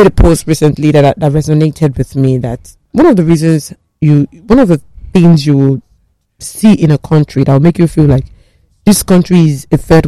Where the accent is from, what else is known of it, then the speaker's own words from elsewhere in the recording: Nigeria; I'm Nigerian.